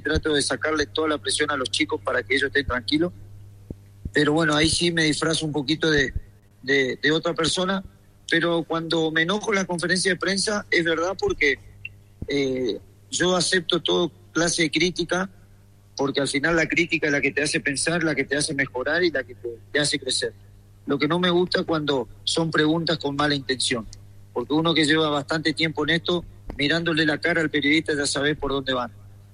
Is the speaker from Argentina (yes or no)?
yes; Reconquista, Santa Fe, Argentina; born there; Yo nací en Reconquista, provincia de Santa Fe.